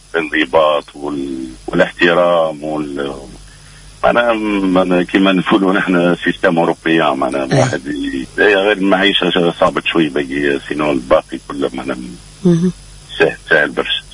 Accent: Zarat, Gabès Governorate, Tunisia; now in Paris, France; أصيل منطقة الزارات ولاية جابس، متعرف هو عندي قرابة 40 سنة في باريس

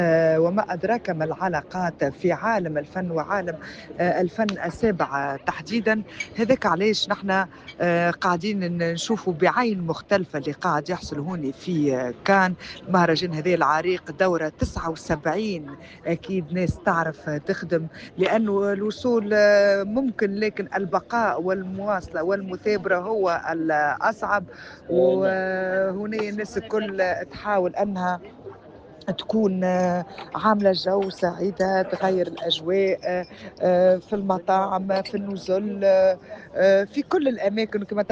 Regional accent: Tunisia; في بلادنا

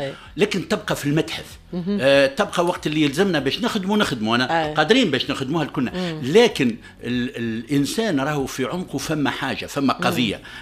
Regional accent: Mellita, Medenine, Tunisia; مليطة، مليطة الأبية، مليطة أصلي مليتا. أنا انطلقت من مليتا ثم من جزيرة جربة ثم احنا توانسة. احنا تونس

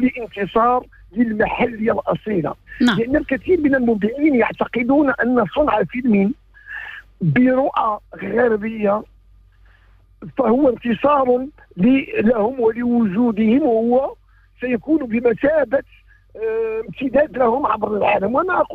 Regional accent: Morocco; أو ما نسميه عندنا في المغرب التمغربيت.

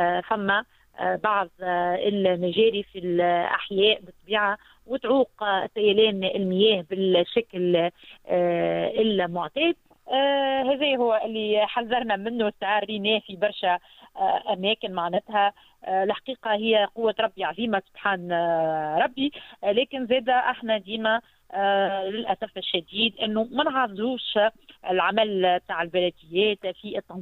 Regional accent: Tunisia

